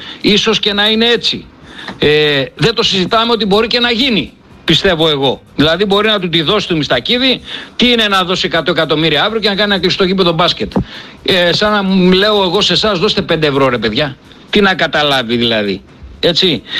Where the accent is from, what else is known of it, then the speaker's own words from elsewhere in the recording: Thessaloniki, Central Macedonia, Greece; γιατί εγώ μιλάω σαν Σαλονικιός